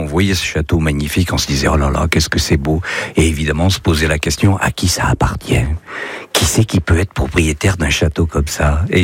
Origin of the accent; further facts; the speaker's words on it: Nouvelle-Aquitaine, France; je suis né juste à côté de Sarlat, dans un village qui est en face du château de Fénelon, en face de Sainte-Mondane. Je suis né à Simérol. J'habite aujourd'hui Calviac en Périgord, qui est en face du château de Fénelon.